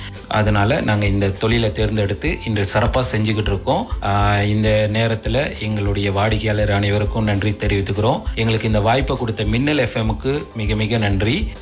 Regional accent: Sungai Siput, Perak, Malaysia; நான் கமரி தோட்டம் சுங்கை ஸ்போர்ட்ல பிறந்து வளர்ந்தேன். என் மனைவி தாசை ஈப்போவை சேர்ந்தவர். நாங்கள் இப்போது ஈப்போவில் வசிக்கிறோம்.

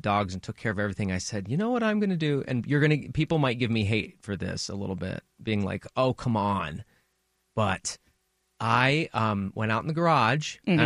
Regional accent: Canada; as a Canadian

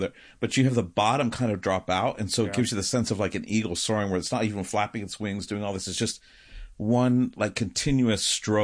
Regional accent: Michigan, United States; So I'm from, if you're on the radio, you can't see me, but I'm holding up my hand as a true Michigander because this is how we use body parts for directions.

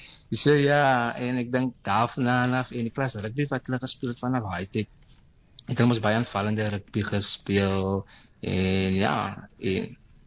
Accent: Wellington, Western Cape, South Africa; born there; As 'n jong man van 32 jaar oud is, is ek gebore in Wellington, in die Weskaap, nie Wellington, Nieu-Seeland nie.

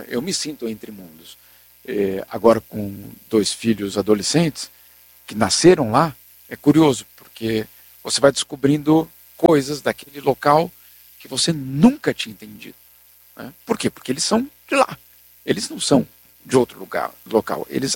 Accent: Brazil; moved away as an adult; now in Switzerland; eu sei que eu sou brasileiro. Eu só tenho passaporte brasileiro. Então eu tenho certeza que eu sou brasileiro. É, mas ao mesmo tempo eu tenho certeza que ao não morar no Brasil, eu perco muitas das gírias

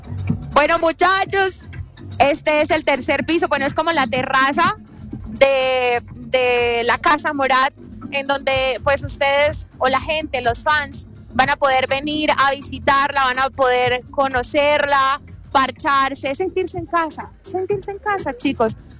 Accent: Bogotá, Colombia; Somos de acá, de Bogotá.

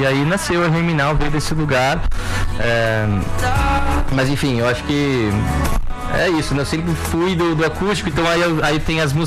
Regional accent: Brazil; é pra mostrar pro brasileiro que eu sou brasileiro.

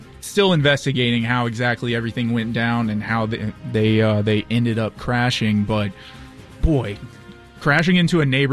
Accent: Midlothian, Texas, United States; I grew up in Midlothian, and there was a little small airport there.

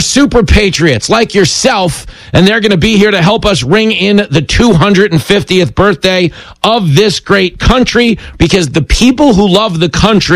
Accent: Levittown, New York, United States; I grew up in Levittown, New York, out on Long Island

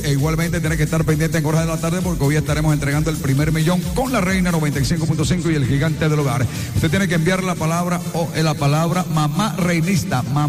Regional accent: Caribbean coast, Colombia; nosotros como costeños

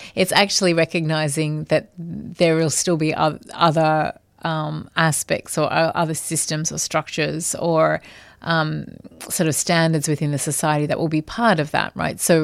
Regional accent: Australia; I would say that in a country like Australia, and I am Australian, although I live overseas, we are a lucky country in some ways.

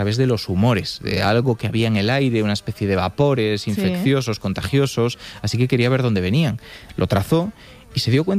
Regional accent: Galicia, Spain; No, vamos, soy gallego, así que no se trata de ningún tipo de discriminación hacia Coruña

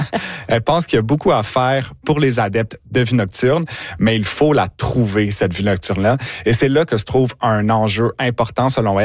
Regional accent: Montreal, Quebec, Canada; moved away as an adult; now in Ottawa, Canada; je viens de Montréal. Donc, quand j'ai annoncé à des amis que je m'en venais à Ottawa

